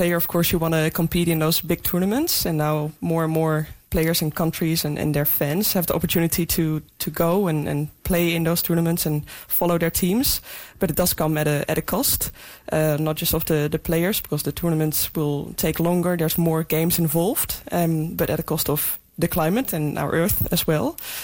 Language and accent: English; Netherlands; in terms of nation, I'm from the Netherlands